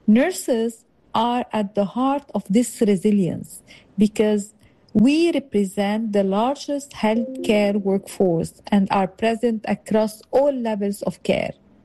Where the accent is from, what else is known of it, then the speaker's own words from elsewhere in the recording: Lebanon; I'm a nurse and a nursing professor from Lebanon. I'm a faculty at the American University of Beirut School of Nursing. I'm currently talking from Beirut